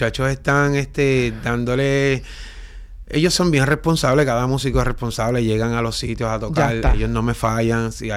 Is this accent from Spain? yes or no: no; Puerto Rico; pero sentía la necesidad del calorcito puertorriqueño, y como yo soy tan boricua